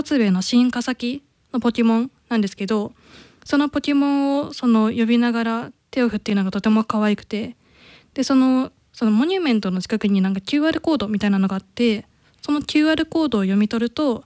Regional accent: Kanto, Japan; moved away; 地元が関東なので、

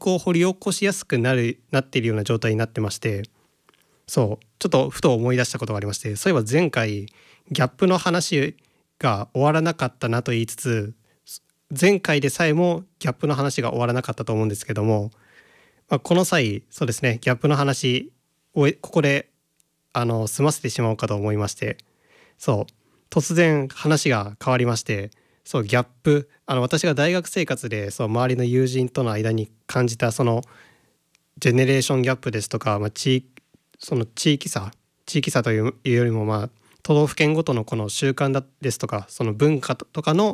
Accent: Okayama, Japan; 私の地元の岡山県と同じくウェブプロジェクトの木村さんの出身県にある群馬県の

